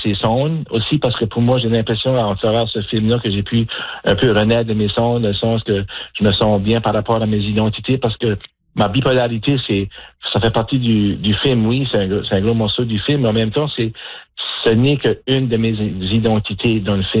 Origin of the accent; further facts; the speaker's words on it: Acadia, Canada; mais je suis acadien, je suis père de famille